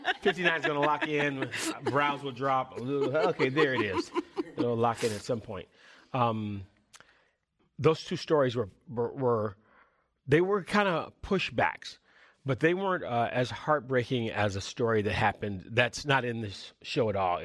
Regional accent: Oakland, California, United States; I grew up in Oakland.

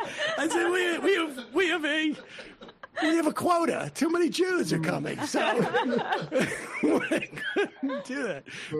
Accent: Worcester, Massachusetts, United States; I grew up in Worcester, Massachusetts. It was not like a very, like, it was a, not the, the most Jewish of places, but we were, you know, in Hebrew school.

